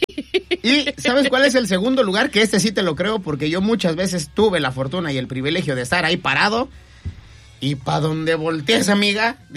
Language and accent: Spanish; Mexico City, Mexico; yo soy de la Capirucha.